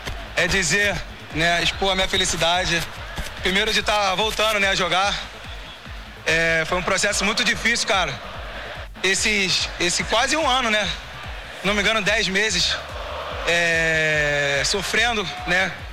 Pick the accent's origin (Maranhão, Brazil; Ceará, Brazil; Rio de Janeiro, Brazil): Rio de Janeiro, Brazil; eu sou do Rio de Janeiro